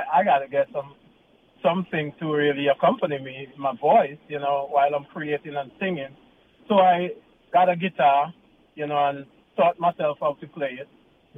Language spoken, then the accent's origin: English; St. Vincent & Grenadines; born there; because I was born in St. Vincent and the Grenadines.